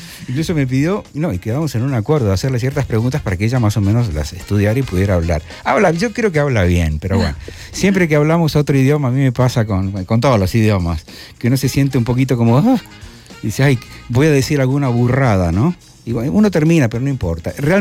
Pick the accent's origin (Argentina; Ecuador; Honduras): Argentina; moved away; Chicato, decimos en Argentina